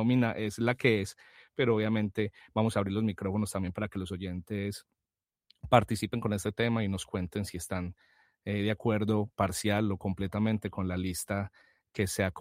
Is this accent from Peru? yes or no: no; Colombia; pero pues obviamente como los colombianos queremos que les vaya bien